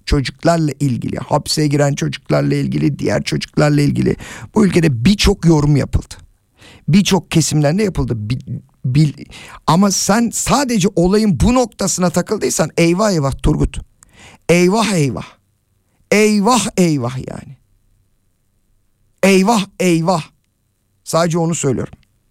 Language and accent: Turkish; Adana, Turkey; moved away as an adult; now in Lyon, France; Abi Lyon'dan selamlar. … Abi 23 yaşıma kadar Adana'da doğdum, büyüdüm. Geçen sene memlekete geldim, Adana'ya.